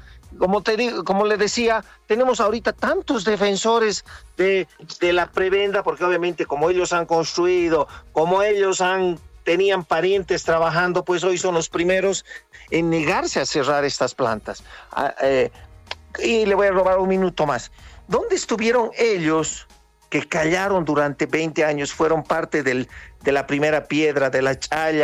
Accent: Potosí, Bolivia; Yo soy potosino.

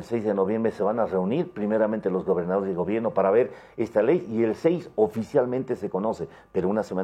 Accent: Bolivia; Todos los bolivianos

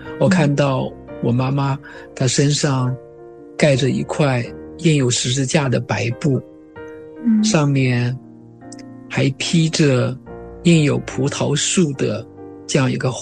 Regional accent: China; moved away; 在中国农村的家乡，其实有很多的风俗、民俗

